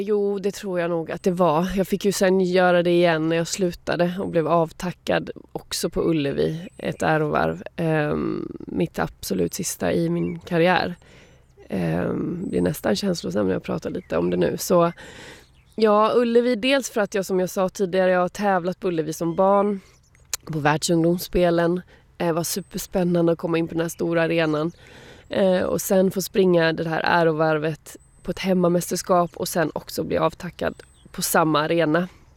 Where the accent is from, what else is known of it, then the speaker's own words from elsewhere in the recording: Sweden; vara hemma i Sverige